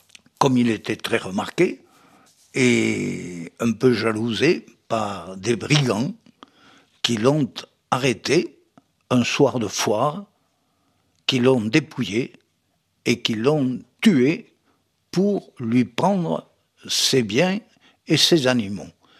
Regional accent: Nancy, Grand Est, France; Chez nous, à Nancy, en Lorraine

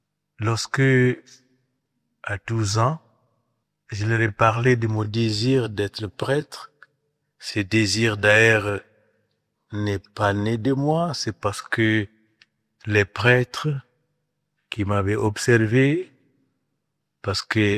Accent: Guinea; Je suis de Guinée, en Afrique de l'Ouest. Je suis d'une famille chrétienne

